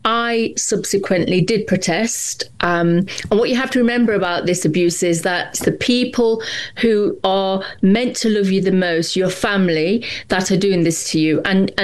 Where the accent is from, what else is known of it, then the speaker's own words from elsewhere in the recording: England, United Kingdom; I was born in Britain. I'm one of seven sisters. My parents were Indian, Sikh, and we went to school here in England